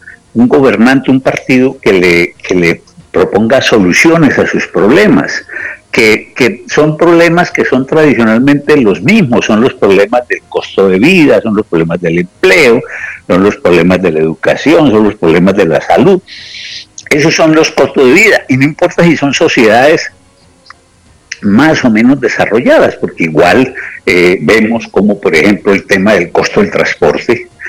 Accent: Colombia

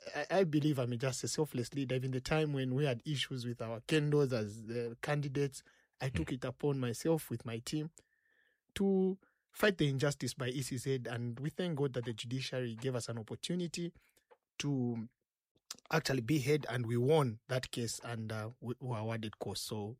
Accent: Lusaka, Lusaka Province, Zambia; also born or lived in Chilenje; I'm an ordinary youth born on 20th January 1991 at the University Teaching Hospital in Lusaka. I grew up in Matero, where I did my school, both my primary and my secondary, and later on went to Munali, where I did my high school.

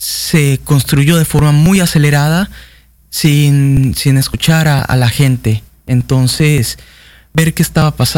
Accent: Mérida, Yucatán, Mexico; yo nací y crecí en Mérida

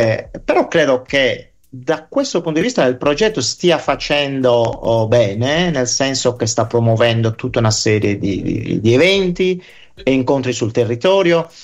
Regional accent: Sardinia, Italy; sono sardo, sono barbaricino, siamo entrambi barbaricini, conosco la storia della nostra terra

